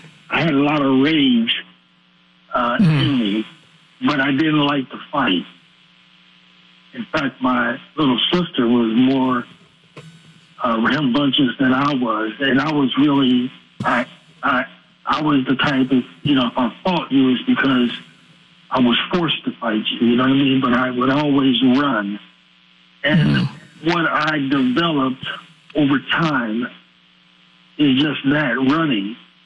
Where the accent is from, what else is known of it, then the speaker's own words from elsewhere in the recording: Denver, Colorado, United States; now in South, United States; We're originally from Denver, Colorado. I live in the South now, but originally from Denver, Colorado